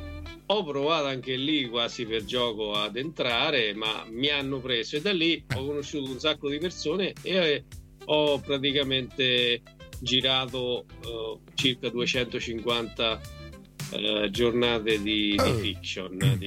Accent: Foligno, Umbria, Italy; sono proprio di Folignate Doc, come si dice.

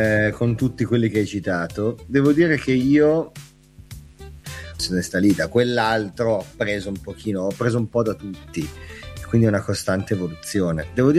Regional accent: Novara, Piedmont, Italy; born there; moved away; also born or lived in Ireland; Sono nato e credo anche stato concepito in Corso Cavallotti 28

